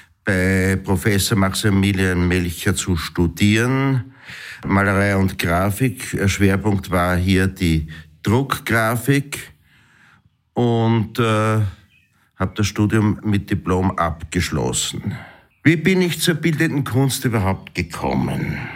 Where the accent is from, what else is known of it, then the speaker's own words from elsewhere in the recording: Schärding, Upper Austria, Austria; moved away as an adult; also born or lived in Gmunden; das wurde ja schon bereits erwähnt. Ich wurde 1962 in Scherding am Inn geboren, also sehr weit weg vom Burgenland. War 9 Jahre Scherding, Volksschule und so weiter.